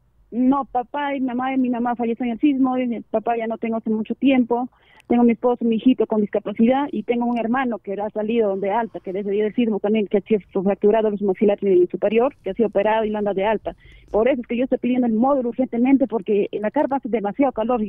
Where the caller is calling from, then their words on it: Peru; soy de aquí de Pumpuya.